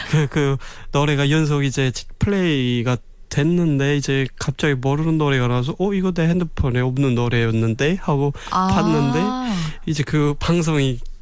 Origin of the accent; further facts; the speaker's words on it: South Pyongan, North Korea; moved away as an adult; now in South Korea; 제 고향은 평안남도입니다.